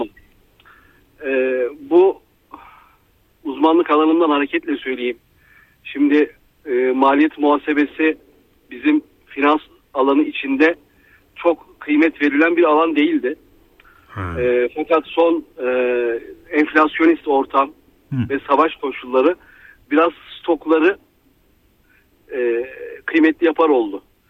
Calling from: Istanbul, Turkey; İstanbul'dan arıyorum.

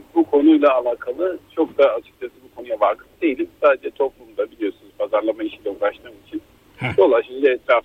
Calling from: Van, Turkey

